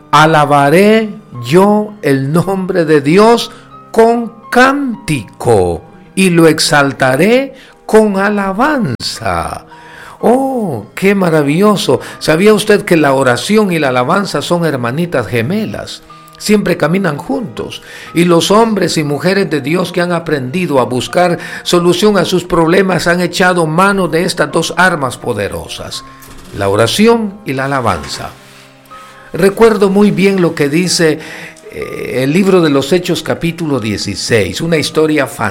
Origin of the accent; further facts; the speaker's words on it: Guatemala; Yo vengo de Guatemala … siempre vengo a visitar acá a mi familia